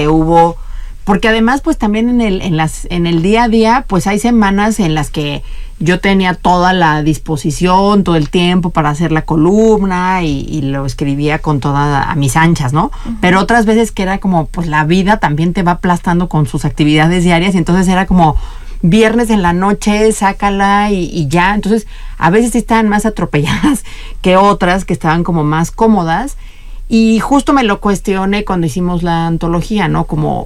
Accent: Querétaro, Mexico; born there; así sí soy muy queretana de sí. todo, de que aquí nací, de papás queretanos. Entonces, pues sí, tengo toda esa identidad muy arraigada conmigo.

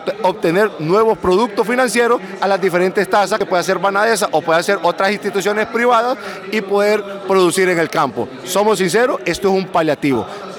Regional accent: Choluteca, Honduras; En mi pueblo, Choluteca

